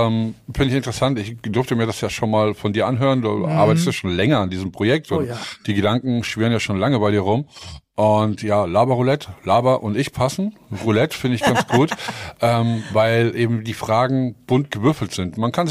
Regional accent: Neu-Isenburg, Hesse, Germany; accent: Hessian; moved away; ich komme ja ursprünglich aus Frankfurt, nur Isenburg, Hessen.

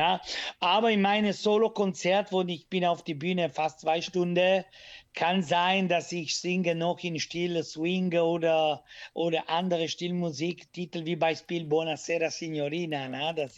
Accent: Italy; German is a second language; also als Italiener, ich bin mit italienischer Musik verwechselt.

